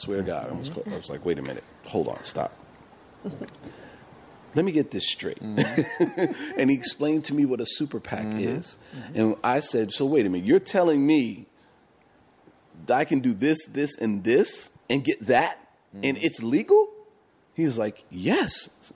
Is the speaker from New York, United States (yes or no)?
yes; New York City, New York, United States; I'm born and raised in New York City.